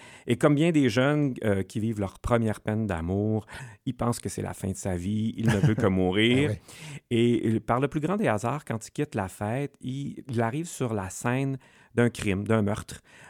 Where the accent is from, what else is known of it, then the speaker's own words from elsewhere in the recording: Alma, Quebec, Canada; c'est ma ville natale, moi aussi, Alma